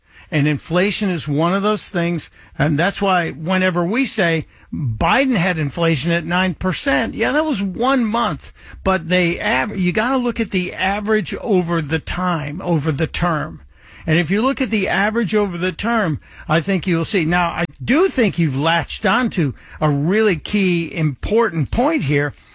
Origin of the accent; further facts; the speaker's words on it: Chicago, Illinois, United States; As a kid growing up in Chicago, Bishop Sheen and the black and white TV show was a part of our life.